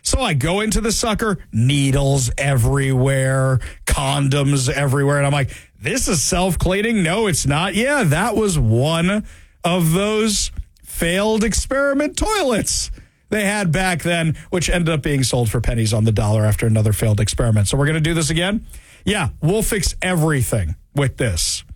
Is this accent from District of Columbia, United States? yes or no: no; New York, United States; moved away; We're from New York.